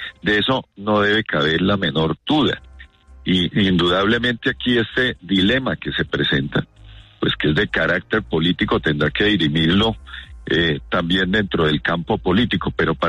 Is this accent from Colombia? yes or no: yes; Colombia